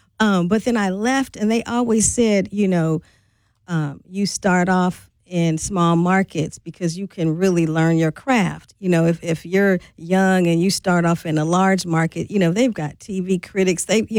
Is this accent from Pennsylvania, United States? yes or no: no; St. Louis, Missouri, United States; So I grew up in St. Louis, went to the University of Missouri Columbia